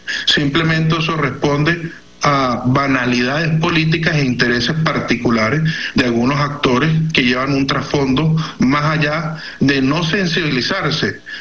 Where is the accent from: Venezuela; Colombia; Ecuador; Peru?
Venezuela; De verdad que eso expresa la calidad humana que somos como venezolanos, como pueblo, la conciencia.